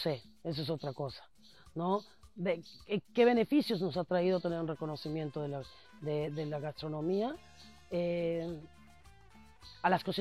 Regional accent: Mexico; y a veces como mexicano nosotros no lo valoramos.

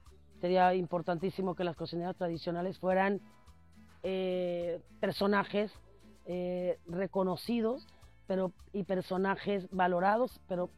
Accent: Mexico; y a veces como mexicano nosotros no lo valoramos.

